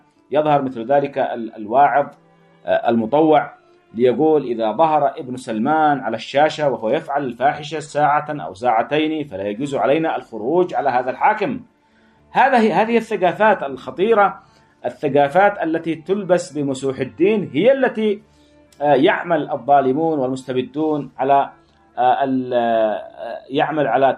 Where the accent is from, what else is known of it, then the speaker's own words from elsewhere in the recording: Yemen; دمائنا نحن كيمنيين